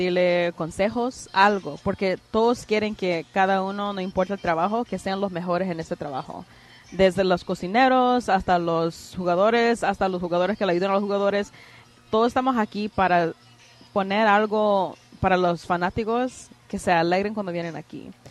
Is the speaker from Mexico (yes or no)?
no; El Salvador; saber que hay una mujer en los deportes, también salvadoreña, que está orgullosa